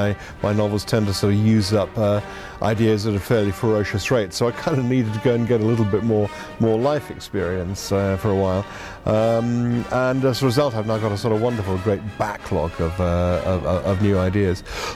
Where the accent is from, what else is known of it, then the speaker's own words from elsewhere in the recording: United Kingdom; I'm British and we are pedantic.